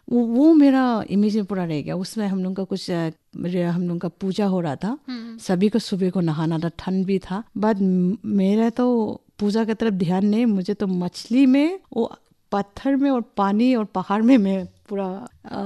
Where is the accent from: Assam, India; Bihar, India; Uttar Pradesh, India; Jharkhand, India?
Assam, India; Silchar; born there; जैसे कि मैंने बोला था कि मेरा जन्म सिलचर में हुआ था